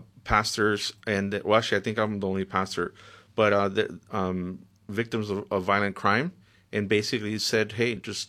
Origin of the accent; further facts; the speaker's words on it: Los Angeles, California, United States; going back to Watts after so many years of not being there, I mean, I was gone from Watts, although I was still affiliated as a gang member when I was younger, you know, in my 20s. I'm 54 now.